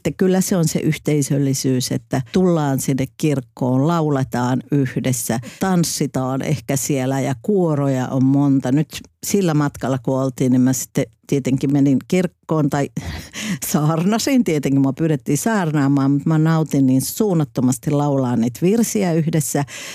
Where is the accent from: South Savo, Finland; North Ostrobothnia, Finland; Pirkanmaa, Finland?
North Ostrobothnia, Finland; Oulu; Mä olen sieltä Oulusta kotoisin